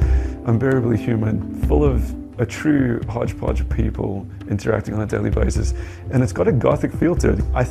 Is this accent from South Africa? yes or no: yes; South Africa; we are uniquely South African in very different ways.